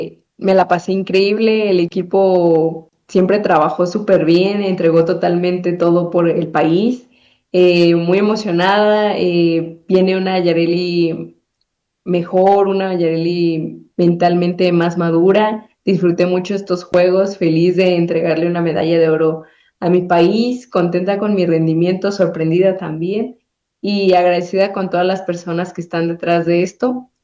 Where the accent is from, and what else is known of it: Mexico